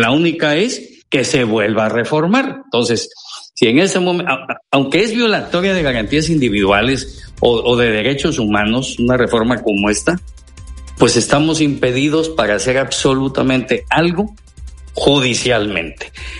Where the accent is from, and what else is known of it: Mexico